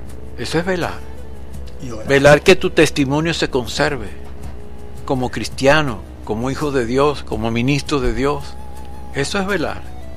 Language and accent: Spanish; Venezuela